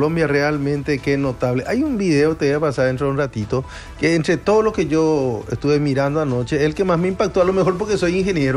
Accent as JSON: {"language": "Spanish", "country": "Paraguay", "said": "qué bendecido que somos los paraguayos"}